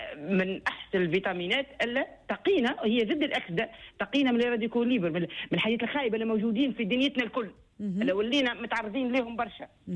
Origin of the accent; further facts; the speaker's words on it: Tunisia; عندنا في تونس